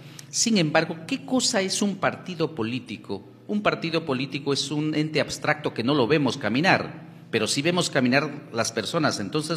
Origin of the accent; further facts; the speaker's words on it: Querocotillo, Cajamarca, Peru; me eligieron alcalde de mi pueblo, fui alcalde de la provincia, del distrito de Querocotillo